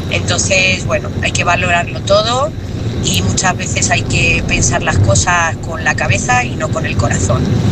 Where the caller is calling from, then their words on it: Talavera de la Reina, Castilla-La Mancha, Spain; corresponsal de Talavera.